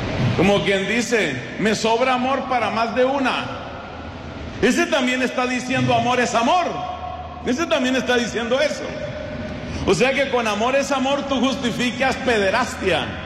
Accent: Colombia; En mi país, para desgracia de los colombianos

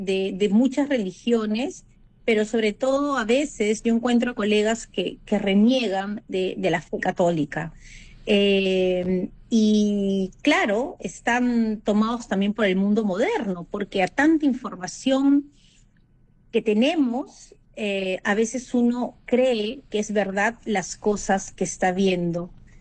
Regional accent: Peru; para reencontrarnos como peruanos, para unirnos, pero sobre todo para reafirmar nuestra fe católica, para no tener miedo a decir, sí, yo soy católico, sí, yo voy a misa, sí, yo rezo el rosario.

